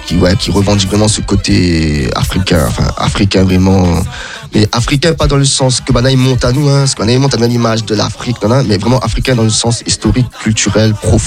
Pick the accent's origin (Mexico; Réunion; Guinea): Réunion; en tant que créole, en tant que réunionnais.